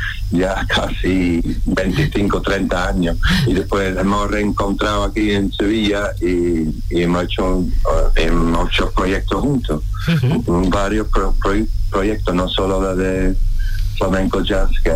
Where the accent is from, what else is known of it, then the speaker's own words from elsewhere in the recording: Scotland, United Kingdom; Spanish is a second language; moved away as an adult; now in Spain; yo soy escocés, yo soy de Escocia.